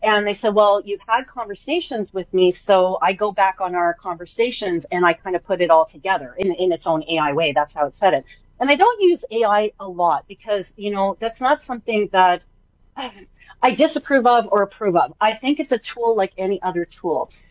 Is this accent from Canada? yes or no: yes; Canada; I'm Canadian